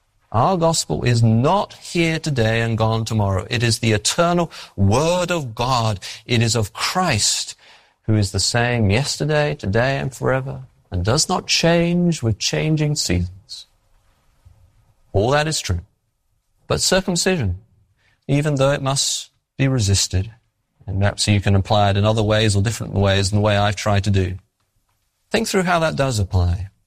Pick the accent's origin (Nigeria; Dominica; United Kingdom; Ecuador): United Kingdom; England; moved away as an adult; now in New England, United States; No, I'm English.